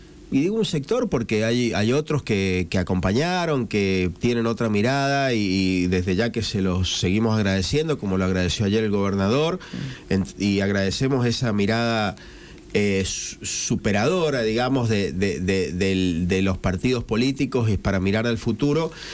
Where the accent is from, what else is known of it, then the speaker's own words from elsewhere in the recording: San Juan, Argentina; somos todos sanjuaninos.